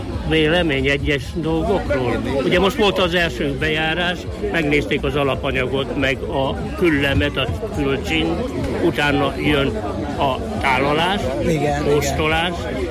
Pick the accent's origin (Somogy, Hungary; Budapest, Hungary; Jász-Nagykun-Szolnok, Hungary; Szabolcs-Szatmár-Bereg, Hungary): Szabolcs-Szatmár-Bereg, Hungary; én nem tudtam Szabolcsi létemre